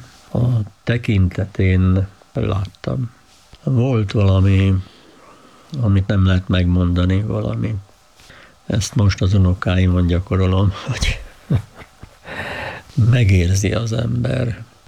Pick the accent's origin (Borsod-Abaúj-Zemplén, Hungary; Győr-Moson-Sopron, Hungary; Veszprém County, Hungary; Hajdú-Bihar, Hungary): Győr-Moson-Sopron, Hungary; Tét; Sokorói járás központjában születtem, Tét nevű község. Ez egy besenyő falu